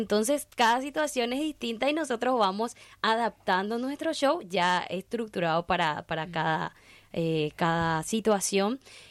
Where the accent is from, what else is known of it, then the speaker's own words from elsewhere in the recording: Paraguay; no solamente como paraguayos